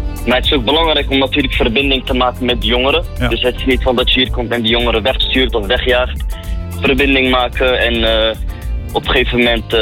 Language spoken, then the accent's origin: Dutch; Rotterdam, South Holland, Netherlands; born there; ik ben 30 jaar oud. Ik ben geboren in Rotterdam-Zuid.